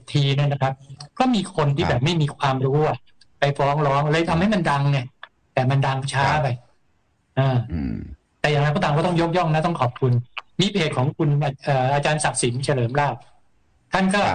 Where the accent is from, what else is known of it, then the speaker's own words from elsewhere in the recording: Bangkok, Thailand; เราที่เป็นชาวกรุงเทพเนี่ยต้องยอมรับว่าเราเจอกับข่าวสารมากมาย